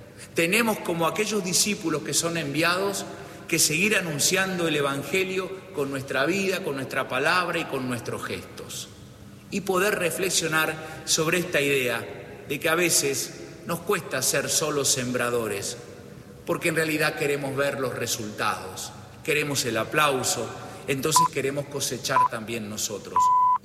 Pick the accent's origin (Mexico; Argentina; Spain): Argentina